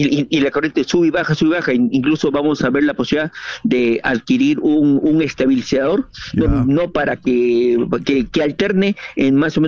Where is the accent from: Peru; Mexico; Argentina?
Peru; Ica; Solamente para decirle, yo vengo de la provincia de Ica.